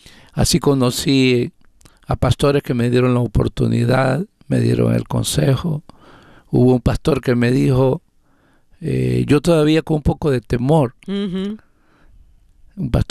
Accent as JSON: {"language": "Spanish", "country": "El Salvador", "also_born_or_lived": "Los Angeles, California", "moved": "yes", "said": "Yo soy de El Salvador. Oh. Yo viajé de El Salvador a Los Ángeles. Estuve por 8 años."}